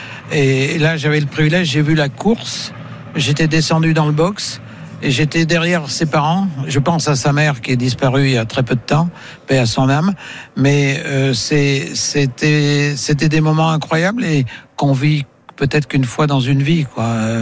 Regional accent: Auvergne-Rhône-Alpes, France; moi, je suis auvergnat

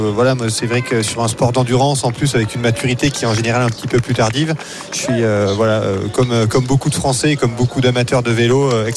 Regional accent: Pyrenees, France; je suis originaire des Pyrénées

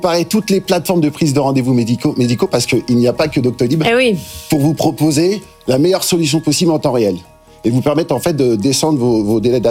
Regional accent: Lyon, Auvergne-Rhône-Alpes, France

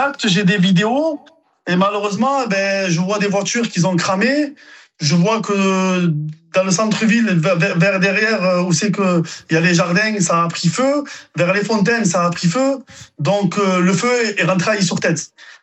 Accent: Ille-sur-Têt, Occitanie, France; born there; Moi, j'ai 41 ans, donc ça fait 41 ans que j'habite à Lille-sur-Tête. J'ai un commerce sur Lille-sur-Tête, donc j'ai toute ma vie là-bas.

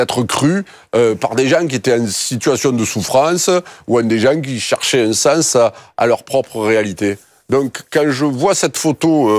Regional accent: Marseille, Provence-Alpes-Côte d'Azur, France; mon accent, c'est un peu l'ail. Mais en fait, c'est d'où je viens, c'est mon histoire, en fait.

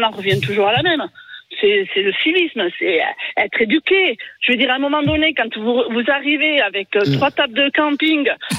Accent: Toulouse, Occitanie, France; Et moi, je suis de Toulouse de base.

